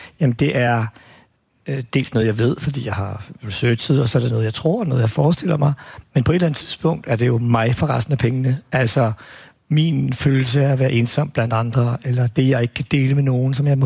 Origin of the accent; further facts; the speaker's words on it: Albertslund, Capital Region of Denmark, Denmark; jeg er jo vokset op, jeg er sådan lidt arveligt belastet, fordi at jeg voksede op i Appelslund, hvor vi havde to fængsler.